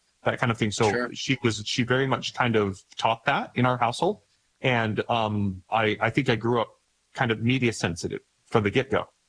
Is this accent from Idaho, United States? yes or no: yes; Idaho, United States; born or raised there